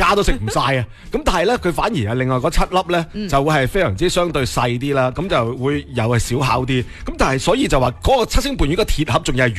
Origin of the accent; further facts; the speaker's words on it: Foshan, Guangdong, China; 我哋佛山人